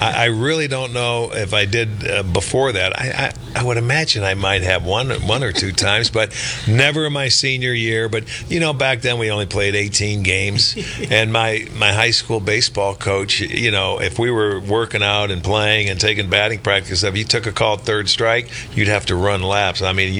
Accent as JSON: {"language": "English", "region": "New York", "country": "United States", "said": "And I didn't know much about the Yankees, but I'm from New York."}